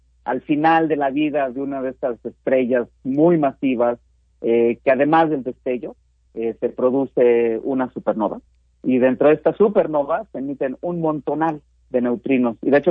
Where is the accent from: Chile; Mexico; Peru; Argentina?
Mexico